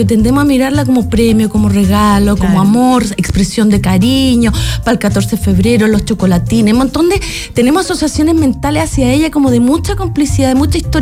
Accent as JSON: {"language": "Spanish", "country": "Chile", "said": "nos es muy difícil como chileno"}